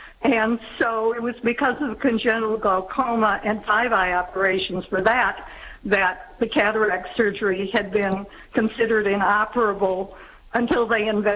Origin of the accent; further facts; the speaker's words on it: Illinois, United States; I am from Illinois originally.